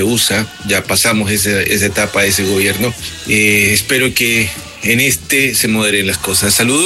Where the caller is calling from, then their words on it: Coquimbo, Chile; de Coquimbo.